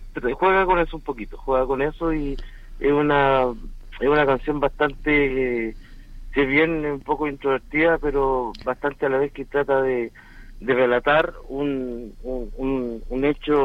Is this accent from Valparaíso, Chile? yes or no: no; Copiapó, Atacama, Chile; now in La Serena, Chile; Yo estoy llegando acá del norte, soy de Copiapó, tercera región, de Atacama, y estoy viviendo en este momento aquí en la ciudad de La Serena.